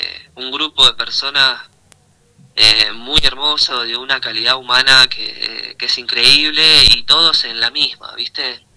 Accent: Perito Moreno, Santa Cruz, Argentina; moved away as an adult; also born or lived in La Plata; Yo soy de acá de Perito, soy nacido y criado acá, pero me fui a estudiar a la ciudad de La Plata, me recibí allá de profe de música y estuve viviendo un tiempo allá. Y bueno, cuando volví para acá

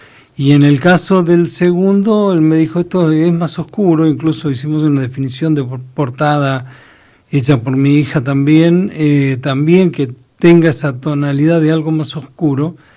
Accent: Caleta Olivia, Santa Cruz, Argentina; also born or lived in Comodoro Rivadavia; Yo soy nacido en Comodoro Rivadavia y criado en Caleta Olivia, cuando Caleta tenía 5.000 habitantes.

